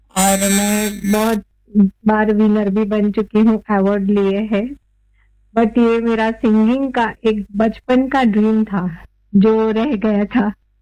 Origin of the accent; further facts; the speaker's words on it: Gujarat, India; मैं गुजराती हूँ, गरबा बहुत अच्छा सा खेलती हूँ